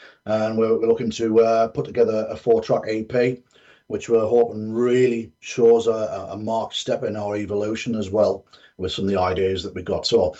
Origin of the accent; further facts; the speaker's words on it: United Kingdom; As a Brit